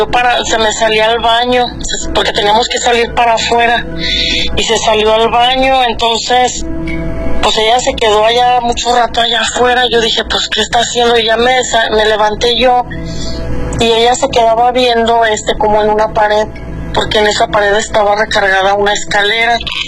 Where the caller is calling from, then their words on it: León, Guanajuato, Mexico; Yo, estoy acá en León, Guanajuato.